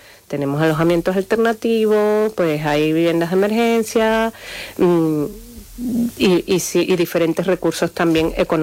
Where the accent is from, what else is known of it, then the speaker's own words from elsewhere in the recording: Venezuela; now in Spain; yo soy de origen venezolano y tengo muchos paisanos que comparten pisos dos y tres familias.